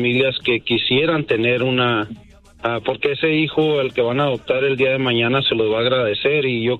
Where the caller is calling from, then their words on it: Denver, Colorado, United States; Acá desde Denver, Colorado